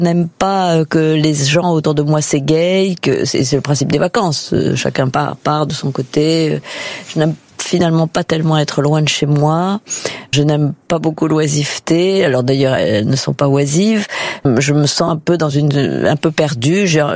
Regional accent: Paris, Île-de-France, France; also born or lived in Auvergne; À l'époque, j'allais souvent dans mon pays natal qui est l'Auvergne, mais je n'y ai pas vécu, je le précise. J'y suis née, mais mes parents étaient déjà à Paris.

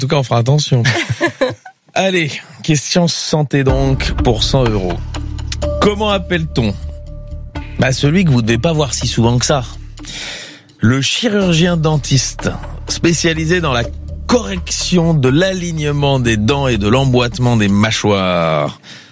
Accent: Belgium; Je suis belge.

